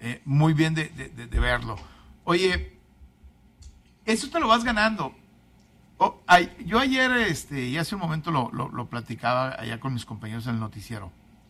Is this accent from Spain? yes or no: no; Mexico; Qué orgulloso se siente uno como mexicano de ver un competidor como este